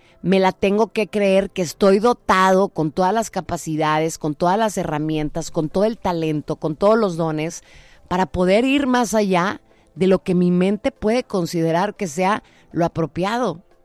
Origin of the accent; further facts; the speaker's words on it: Mexico; porque como mexicanos decimos, no, pues es que nos han tocado equipos muy fáciles.